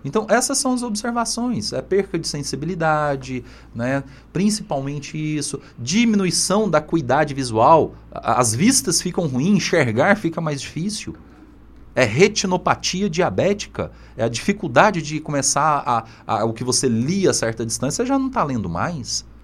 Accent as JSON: {"language": "Portuguese", "town": "Aragarças", "region": "Goiás", "country": "Brazil", "tie": "born or raised there", "said": "nascido e criado ali em Aragarças, na beira do rio Araguaia."}